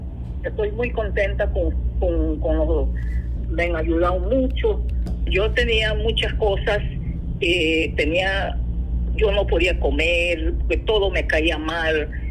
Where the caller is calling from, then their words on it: Arraiján, Panamá Oeste, Panama; De Arreján.